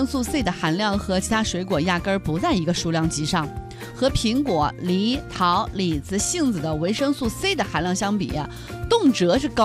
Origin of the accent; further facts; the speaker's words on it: Yunnan, China; 所以别人在说我们是家乡宝的时候，它真不是一个贬义词、因为真的云南人到了外地，